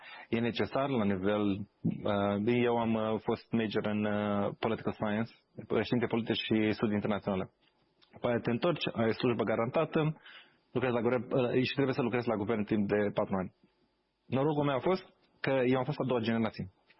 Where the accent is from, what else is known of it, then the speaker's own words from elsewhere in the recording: Târgu Bujor, Galați County, Romania; moved away as an adult; now in United States; M-am născut în Galați, dar am trăit până în clasa 8 la Târgu Bujor, care e și mai mic decât Galațiu, că 3.000 jumate de oameni. Și țin minte când m-am mutat în clasa 8, în clasa 8 am mutat la liceu în Galați.